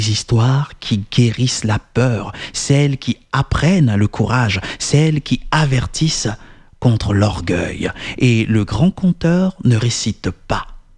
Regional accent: Côte d’Ivoire; born there; moi, je suis né en Côte d'Ivoire.

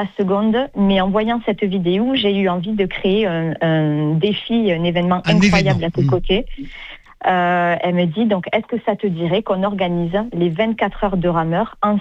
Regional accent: Sète, Occitanie, France; now in Toulouse, France; moi, je suis originaire de Sète. J'habite à Toulouse aujourd'hui, voilà. Mais je suis originaire de Sète. Mon accent me trompera toute ma vie.

